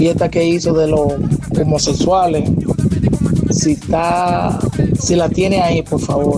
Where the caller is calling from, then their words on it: Dominican Republic; de aquí de República Dominicana que te habla.